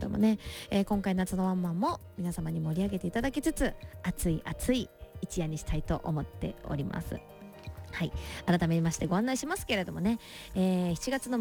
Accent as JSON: {"language": "Japanese", "region": "Miyazaki", "country": "Japan", "tie": "born or raised there", "moved": "yes", "said": "宮崎なんで、ね、私の地元でございます、"}